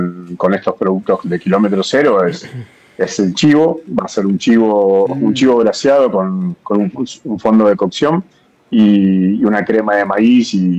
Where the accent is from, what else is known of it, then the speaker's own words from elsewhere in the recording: Buenos Aires, Argentina; moved away as an adult; now in Mendoza, Argentina; yo soy de Buenos Aires, hace 11 años que estoy aquí